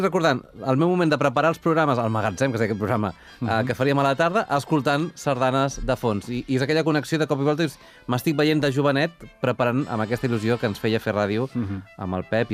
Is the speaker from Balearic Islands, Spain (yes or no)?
no; Olesa de Montserrat, Catalonia, Spain; jo soc d'Olesa de Montserrat i feia ràdio a Olesa Ràdio, on després hi vaig treballar durant molts anys.